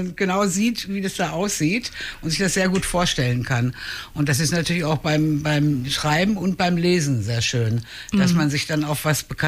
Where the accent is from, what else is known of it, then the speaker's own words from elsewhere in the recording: Hanover, Lower Saxony, Germany; Ich bin geboren hier in Hannover, geboren und aufgewachsen in der Südstadt und lebe auch noch Südstadtbult, also bin nie weg, wollte auch nie weg.